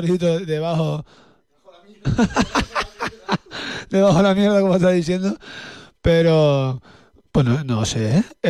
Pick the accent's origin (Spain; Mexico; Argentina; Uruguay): Spain; Seville, Andalusia; Hombre, claro, porque soy de Sevilla, ¿cómo voy a poner acento maño, tío?